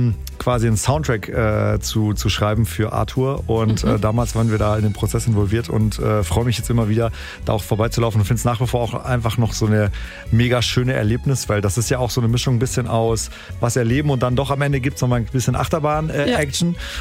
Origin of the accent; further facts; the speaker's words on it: Baden-Württemberg, Germany; Wir sind ja auch in der Region groß geworden. Also wir sind, Caro und ich, vom Bodensee.